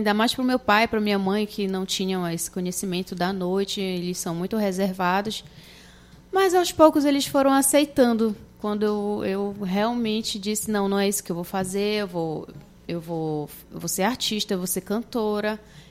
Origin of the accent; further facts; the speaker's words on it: Belém, Pará, Brazil; eu cresci no Jurunas ouvindo muita música, vendo muitos artistas